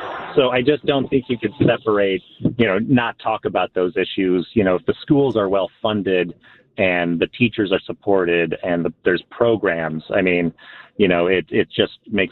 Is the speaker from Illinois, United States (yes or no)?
yes; Park Ridge, Illinois, United States; I grew up in Park Ridge.